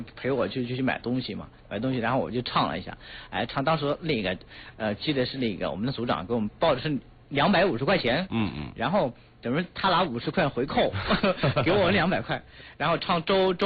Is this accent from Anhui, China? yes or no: yes; Anhui, China; moved away as an adult; also born or lived in Shanghai; 因为我家是安徽人，我是安徽人农村的，然后出的家乡人，就是出去打工的时候，可能我家离上海特别近，然后我是首先第一个城市就去上海。